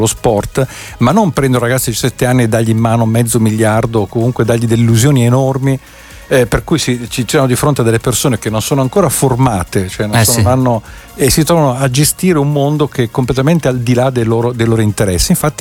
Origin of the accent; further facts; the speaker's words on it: Caravaggio, Lombardy, Italy; dalle mie parti a Caravaggio